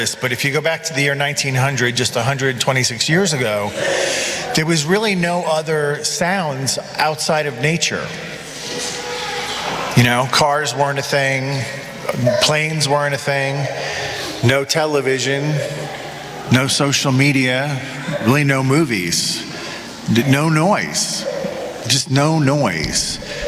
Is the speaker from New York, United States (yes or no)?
yes; New York, United States; I'm from New York.